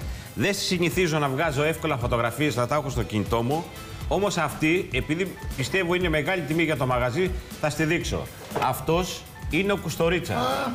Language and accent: Greek; Lesbos, North Aegean, Greece; born there; μυτιλινιό λάδι, ποιοτικό, το οποίο εγώ θυμάμαι από μικρός στο χωριό μου να έχουμε 7 ελαιοτριβία